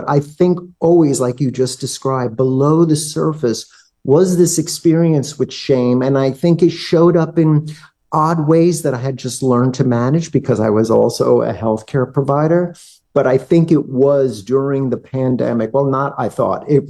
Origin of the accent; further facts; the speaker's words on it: Staten Island, New York, United States; from Staten Island.